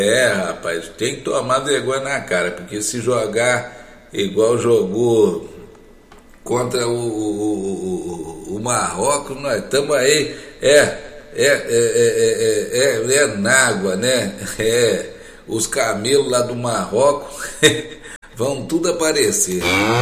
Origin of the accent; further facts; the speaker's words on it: Brazil; Eu sou brasileiro